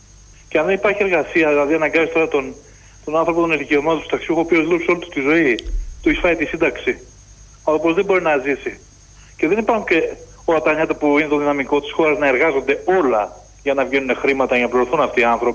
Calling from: Piraeus, Attica, Greece; από Πειραιά

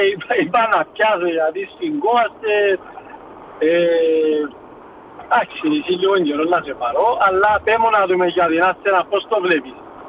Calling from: Lagkadas, Central Macedonia, Greece; είμαι από Λαγκαδά

